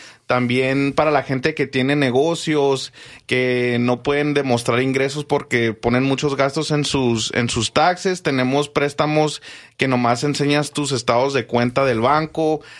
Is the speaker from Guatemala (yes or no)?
no; Mexico; moved away; como mexicano, pues yo tengo permiso de trabajo